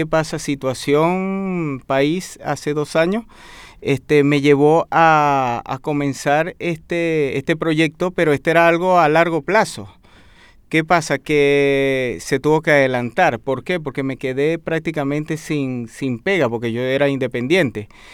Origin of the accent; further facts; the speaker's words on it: Venezuela; moved away as an adult; now in Chile; yo soy venezolano